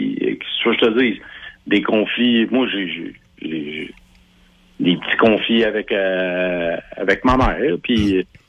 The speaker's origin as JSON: {"language": "French", "town": "Drummondville", "region": "Quebec", "country": "Canada", "said": "je suis un peu plus vieux que toi, Max, là, puis je viens de Drummondville, OK?"}